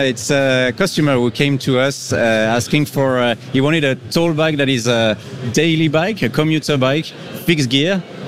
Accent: France; English is a second language

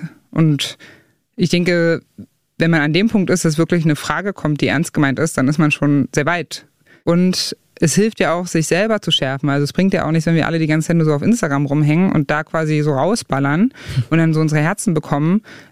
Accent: Saxony-Anhalt, Germany; dass da in Teilen Ostdeutschlands und Sachsen-Anhalt und der Altmark, wo ich herkomme, dass da so eine Parallelöffentlichkeit und Parallelwelt so ein bisschen entsteht

